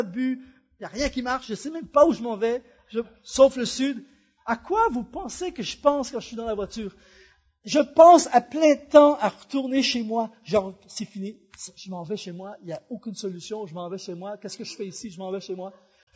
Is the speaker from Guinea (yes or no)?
no; Quebec, Canada; accent: Québécois; Et là, je sors mon accent québécois, mais vous pensez, je connais rien ici.